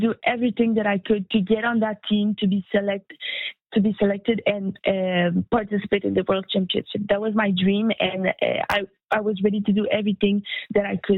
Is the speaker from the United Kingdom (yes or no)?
no; Sherbrooke, Quebec, Canada; also born or lived in Montreal; and I'm from Sherbrooke, so a little hometown